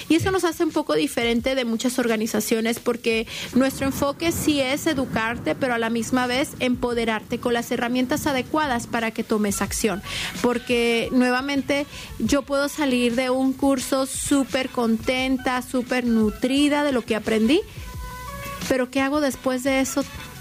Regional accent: Mexico; yo soy mexicana

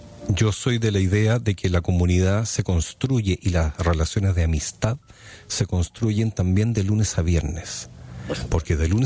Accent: southern Chile, Chile; moved away; yo soy chileno, yo soy de la parte austral

